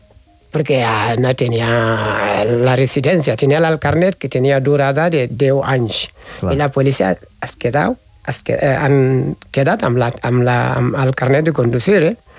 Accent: Senegal; Jo penso que com jo sóc del nord del Senegal, de la sabana d'Àfrica, del Senegal

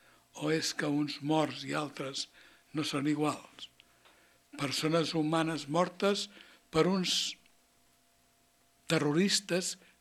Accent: Catalonia, Spain

